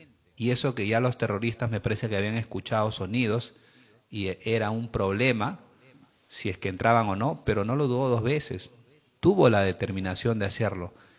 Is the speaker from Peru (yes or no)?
yes; Peru; ese carácter que tanto nosotros como peruanos hemos pedido